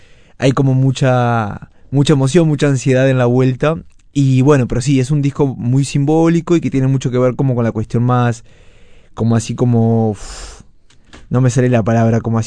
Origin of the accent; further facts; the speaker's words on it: Ciudad de la Costa, Canelones, Uruguay; moved away as an adult; now in Montevideo, Uruguay; yo soy de Ciudad de la Costa, de Canelones. Bien. Ahora puntualmente estoy viviendo en Montevideo y elegí Barrio Sur para ir a vivir.